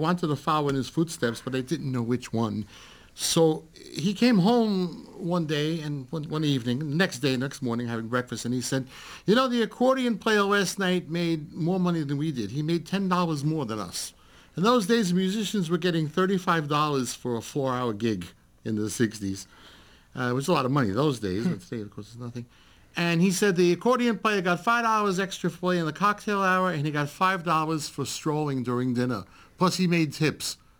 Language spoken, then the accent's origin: English; Staten Island, New York, United States; I grew up in Staten Island, of course. There was tons of Italian folk music to want to play.